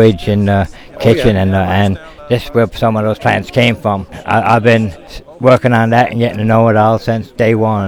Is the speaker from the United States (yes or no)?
no; St. John's, Newfoundland and Labrador, Canada; I grew up on Single Hill